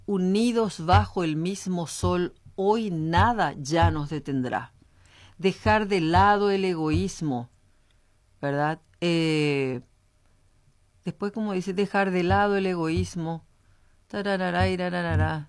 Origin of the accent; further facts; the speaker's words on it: Paraguay; como ciudadanos, como paraguayos